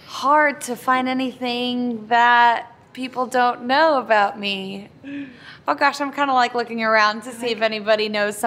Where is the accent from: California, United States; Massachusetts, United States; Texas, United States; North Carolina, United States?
California, United States; Santa Barbara; So I shot that music video in Santa Barbara, my hometown.